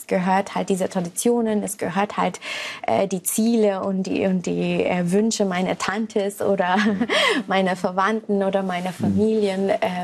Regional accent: Singapore; Ich bin ja aus Singapur und da haben wir unser eigener Hinduismus, würde ich sagen.

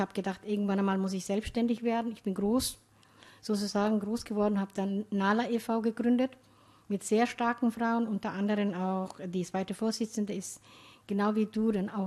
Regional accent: Somalia; ich komme aus Somalia, aber ich kann in Somalia nicht arbeiten

